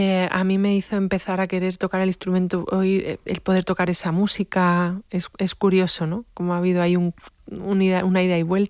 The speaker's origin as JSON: {"language": "Spanish", "town": "Málaga", "region": "Andalusia", "country": "Spain", "said": "Pues soy malagueña y he veraneado en Málaga, pero bueno, también en el pueblo, en Campillos, que era mi pueblo paterno"}